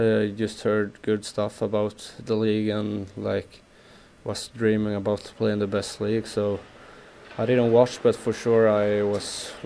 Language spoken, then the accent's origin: English; Västra Götaland, Sweden; My hometown is pretty close to Gothenburg, so even since I started to play, like, Frölunda's always been my team.